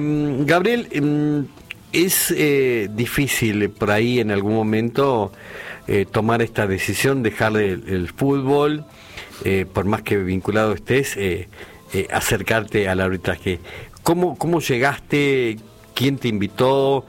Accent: La Quiaca, Jujuy, Argentina; yo soy de Jujuy, de la ciudad de La Quiaca

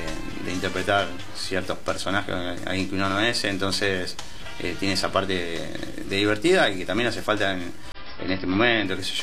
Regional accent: Buenos Aires, Argentina; moved away as an adult; now in Quilmes, Argentina; Yo vengo de Capital. Sí. Yo hace 20 y pico años que vivo en Quilmes, pero vengo de Saavedra.

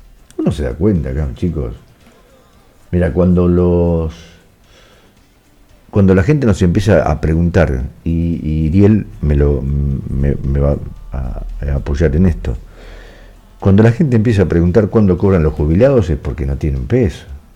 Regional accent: Argentina

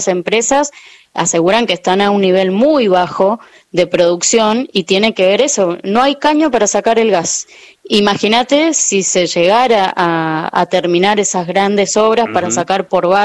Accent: San Juan, Argentina; now in Neuquén, Argentina; soy de San Juan en realidad. Conocí a mi marido que es neuquino en San Juan y cuando llegué acá me encontré con eso

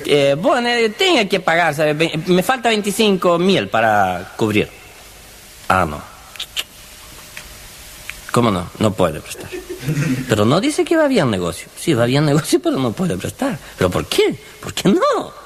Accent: Chaco, Argentina

